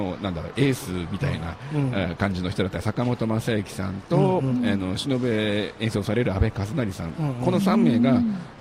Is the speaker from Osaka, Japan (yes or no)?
no; Sapporo, Hokkaido, Japan; moved away as an adult; also born or lived in Fukuoka; now in Kyoto, Japan; で、うん、福岡で2歳まで僕はいたのかな、うん、で札幌行って、うん、高卒で京都来て大学以降こっちっていうことです。もう結婚もここでして